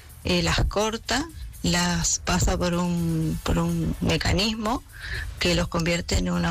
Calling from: Argentina; de Argentina

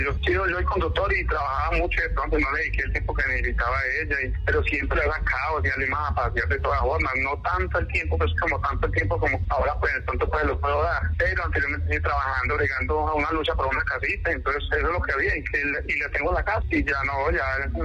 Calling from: El Santuario, Antioquia, Colombia; Del Santuario Antioquia

